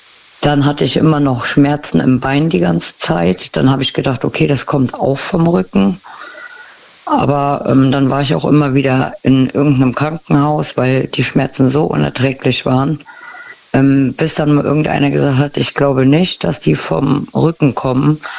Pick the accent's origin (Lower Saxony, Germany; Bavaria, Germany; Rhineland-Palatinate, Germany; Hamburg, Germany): Rhineland-Palatinate, Germany; Aus dem Westerwald.